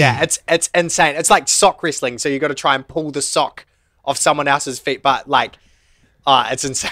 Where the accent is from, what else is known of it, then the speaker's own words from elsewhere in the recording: Invercargill, Southland, New Zealand; I'm from Invercargill